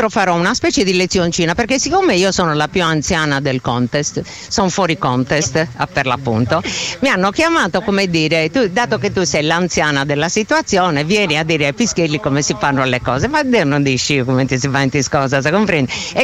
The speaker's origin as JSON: {"language": "Italian", "town": "Masullas", "region": "Sardinia", "country": "Italy", "said": "io sono di Masulla, qui vicino"}